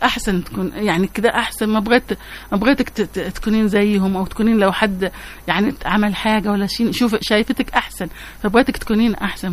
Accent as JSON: {"language": "Arabic", "country": "Yemen", "said": "كنت أقوم أنا أقول يمنية، في واحدة سودانية، واحد تقوم فلسطينية تقول فلسطينية، فكان أنت يمنية كلامش مش باين أنا يمني"}